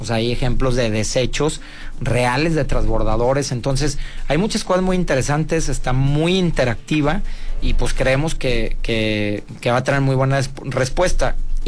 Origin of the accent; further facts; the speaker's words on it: Mexico; porque como buenos mexicanos a veces que somos, y me incluyo